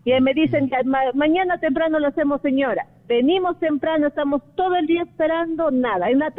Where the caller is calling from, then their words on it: Chupuro, Junín, Peru; Chupuro, en la zona que ha sido afectada en el sismo del día 18, señorita.